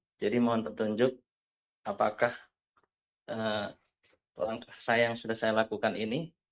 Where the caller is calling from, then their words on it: Berau, East Kalimantan, Indonesia; Saya dari Brau Kalting.